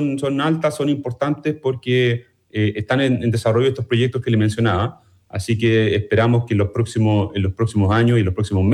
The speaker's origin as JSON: {"language": "Spanish", "town": "Los Andes", "region": "Valparaíso", "country": "Chile", "tie": "born or raised there", "also_born_or_lived": "San Felipe, Chile", "moved": "as an adult", "said": "Yo nací en San Felipe, pero viví y me crié toda mi vida hasta los 40 años en los Andes."}